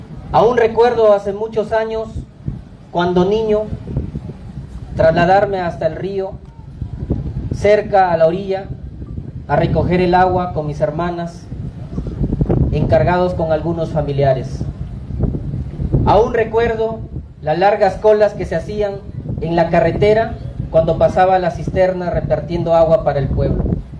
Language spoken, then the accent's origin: Spanish; Peru; los que hemos nacido y crecido aquí en Santa Ana, Ocoto, Puno